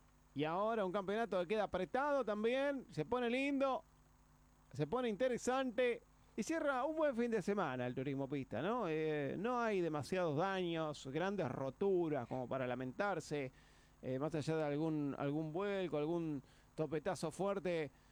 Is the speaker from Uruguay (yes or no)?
no; Merlo, Buenos Aires Province, Argentina; now in Marcos Paz, Argentina; soy de Merlo.